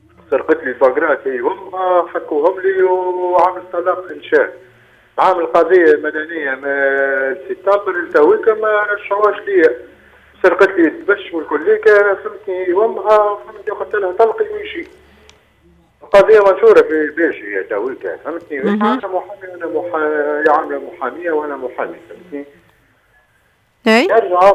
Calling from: Nefza, Béja, Tunisia

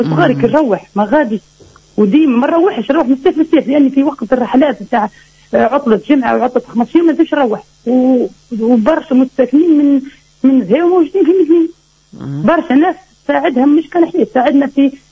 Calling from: Medenine, Tunisia; اني مواطنه في الوقت الحادث فيه موجوده في زيدة اما في وقت انا نقول وقت القرايه معناها متسكنه المدنيه

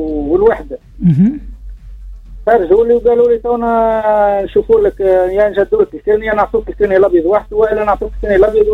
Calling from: Menzel Bouzaiane, Sidi Bouzid, Tunisia

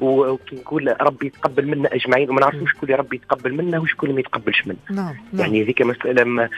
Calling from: Tunisia

